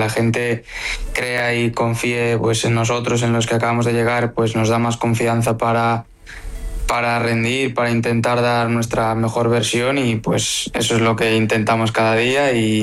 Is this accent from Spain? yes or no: yes; Pamplona, Navarre, Spain; now in Pontevedra, Spain; No, en Galicia y en Pamplona, de donde vengo, pues el clima es un poco más fresquillo, pero bueno.